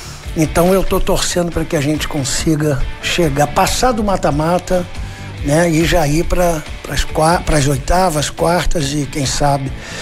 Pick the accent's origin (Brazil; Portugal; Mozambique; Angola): Brazil